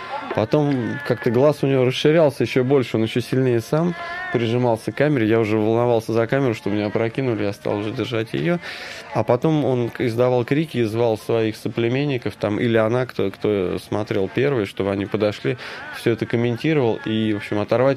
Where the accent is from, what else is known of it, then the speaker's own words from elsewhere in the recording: Russia; что я из России